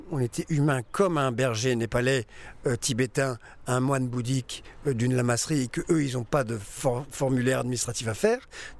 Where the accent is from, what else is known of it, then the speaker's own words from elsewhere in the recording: France; on est français